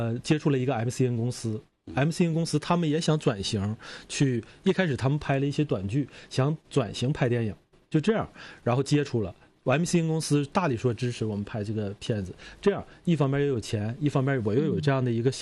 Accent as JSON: {"language": "Chinese", "town": "Gongzhuling", "region": "Jilin", "country": "China", "tie": "born or raised there", "moved": "yes", "said": "家乡的玉米这么好，公主岭被称为中国玉米之乡，"}